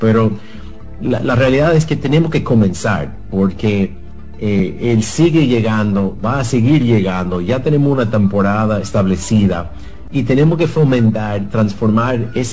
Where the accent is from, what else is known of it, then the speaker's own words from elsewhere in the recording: Dominican Republic; Entonces realmente tenemos que comenzar a visualizar cómo como sociedad dominicana podemos transformar un reto en una gran oportunidad.